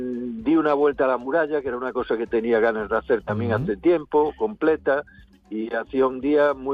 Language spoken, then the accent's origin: Spanish; Lugo, Galicia, Spain; born there; moved away; Es mi ciudad, porque yo nací en Lugo